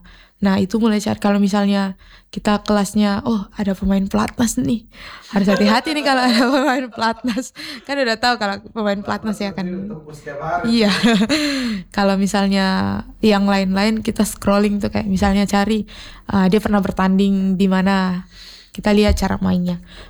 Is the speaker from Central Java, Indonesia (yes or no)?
no; East Nusa Tenggara, Indonesia; Itu kami dari NTT, saya membawa adik-adik itu kurang lebih ada 5 orang.